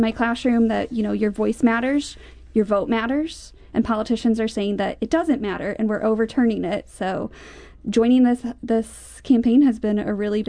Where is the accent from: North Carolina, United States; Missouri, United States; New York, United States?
Missouri, United States; St. Louis County; So I'm born and raised in St. Louis County.